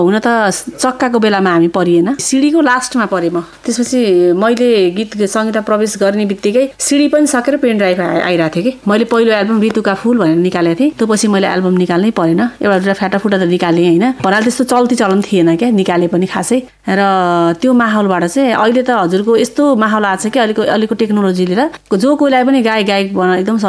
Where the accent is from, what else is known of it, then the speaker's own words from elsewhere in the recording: Chitwan, Bagmati, Nepal; मेरो बाल्यकाल चाहिँ म चितवनमा जन्मिएँ, हुर्किएँ होइन, चितवनको माटोमै म खेले बढेँ